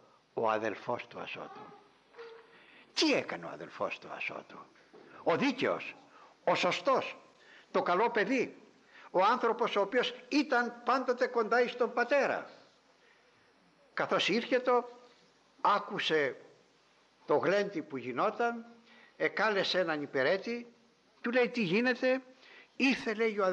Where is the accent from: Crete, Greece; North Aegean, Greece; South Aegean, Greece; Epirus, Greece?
North Aegean, Greece; Ikaria; moved away; στην πατρίδα μου την Ικαρία, όπου έχω ησυχία όταν πάω